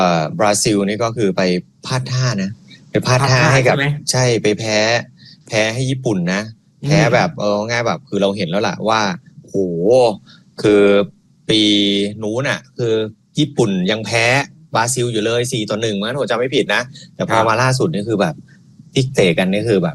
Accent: Bangkok, Thailand; ถึงแม้ผมจะเป็นคนกรุงเทพ

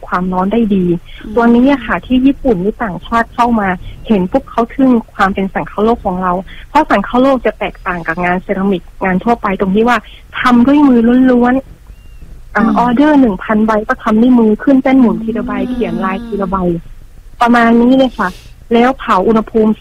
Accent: Sukhothai, Thailand; เราเติบโตมาท่ามกลางสังคโลกเลยเราอยู่ในเราเป็นเด็กเมืองเก่าเด็กจังหวัดสุโขทัย

